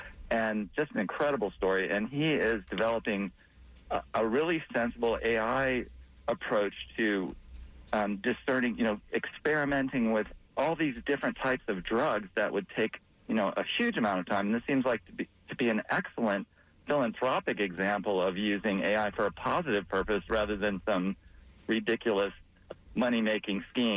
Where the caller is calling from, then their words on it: Tampa, Florida, United States